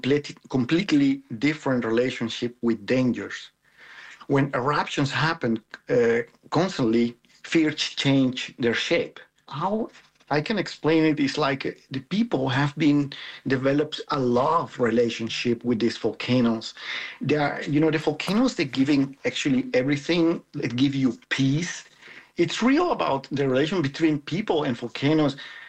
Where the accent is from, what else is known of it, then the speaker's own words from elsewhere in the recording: Ecuador; now in Netherlands; I am an Ecuadorian photographer and a storyteller based in the Netherlands.